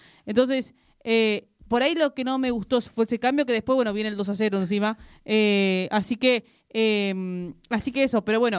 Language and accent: Spanish; Argentina; Como argentina, lo digo.